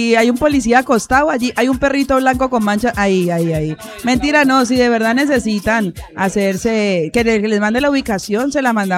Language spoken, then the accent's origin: Spanish; Colombia; moved away; Nosotros celebramos que somos colombianos, que somos la mejor raza.